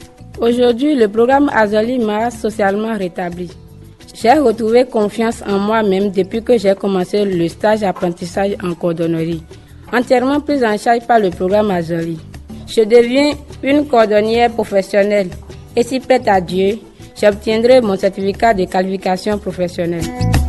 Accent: Parakou, Borgou, Benin; Je viens de la commune de Parakou.

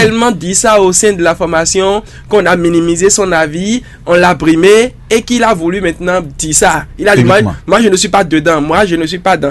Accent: Benin

